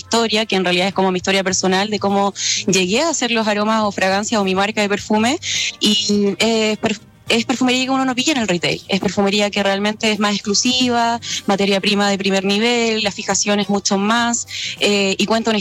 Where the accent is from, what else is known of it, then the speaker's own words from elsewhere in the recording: Temuco, Araucanía, Chile; como acabas de decir. Soy nacida y criada en Temuco.